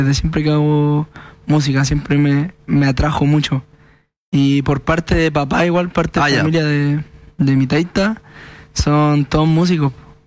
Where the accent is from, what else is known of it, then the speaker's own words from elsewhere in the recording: San Bernardo, Santiago Metropolitan Region, Chile; O sea, vivo ahora en una parte. O sea, ¿sabían que era de San Bernardo?